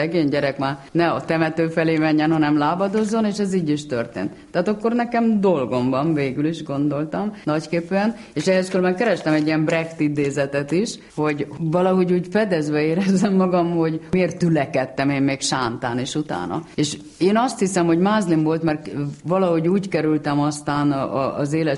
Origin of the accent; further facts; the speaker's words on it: Hungary; vagyok, igen, és magyar, és kicsit svédül, igen.